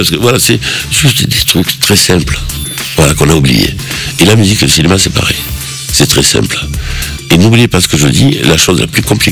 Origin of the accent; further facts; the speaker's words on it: Corsica, France; born there; moved away; Quand j'arrive en Corse, je parle Corse.